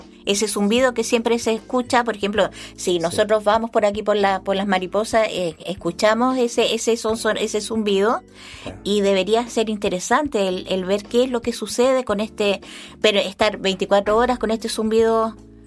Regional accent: Ñuble, Chile; now in Chillán, Chile; toma agua de Los Yeuques, por ejemplo, de donde yo soy, y el agua es totalmente diferente a la que uno puede tomar acá en Chillán.

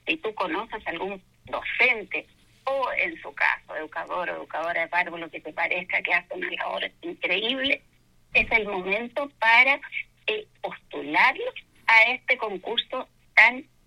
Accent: Rengo, O'Higgins, Chile; born there; moved away as an adult; also born or lived in Rancagua; now in Santiago, Chile; Así es, nací en Rengo, pero viví en Rancagua mucho tiempo.

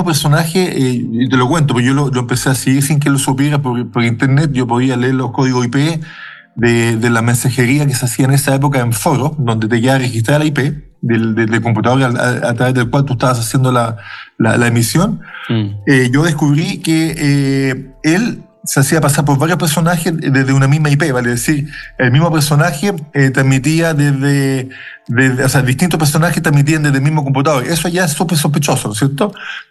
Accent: Chile; así somos los chilenos.

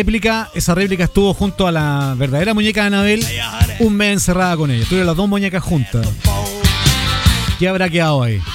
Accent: Tuniche, O'Higgins, Chile; allá donde fue mi infancia, en Tuniche, decían que la noche salía Cacho Coronta.

